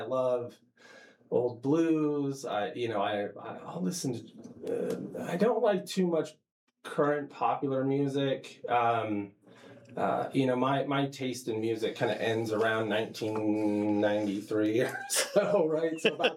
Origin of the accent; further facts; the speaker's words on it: Sonora, California, United States; I was born in January 1975 in Sonora, California, on a very cold winter night. So Sonora is in Tuolumne County. It's kind of the foothills of the Sierra Nevadas. It's not real far from like Yosemite